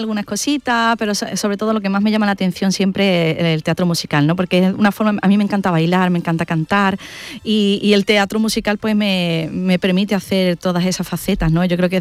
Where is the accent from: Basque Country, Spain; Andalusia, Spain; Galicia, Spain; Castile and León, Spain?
Andalusia, Spain; moved away; ya por fin nos toca Andalucía, que yo ya tenía ya ganas de venir a mi tierra